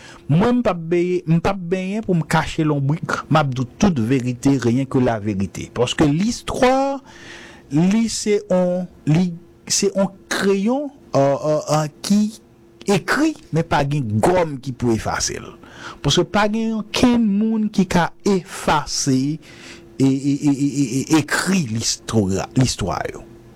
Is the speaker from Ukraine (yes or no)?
no; Haiti; Et par exemple, démocrate et pour haïtien, en tant qu'haïtien, y a un problème sous quoi valeur parti.